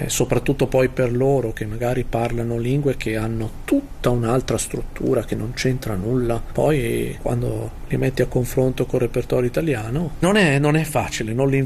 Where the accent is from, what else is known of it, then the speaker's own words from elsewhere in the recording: Como, Lombardy, Italy; accent: Como; io sono di Como. Infatti ho appena detto che io sono di Como, ma forse dovrei dire che io sono di Como. Da Como tutte le E che noi diciamo sono sbagliate, come in Ticino